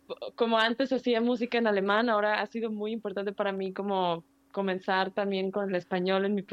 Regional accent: Mexico; moved away; porque crecí fuera me siento menos mexicana, yo me siento 100% mexicana

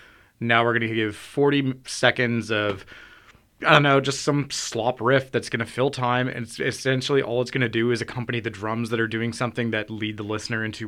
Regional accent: Alberta, Canada; Also, speaking of growing up in Alberta, I mean, I know I'm about 6 years younger than you, but I also grew up with these CDs

